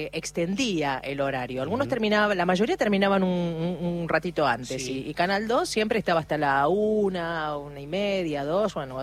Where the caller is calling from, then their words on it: San Rafael, Mendoza, Argentina; de San Rafael, Mendoza.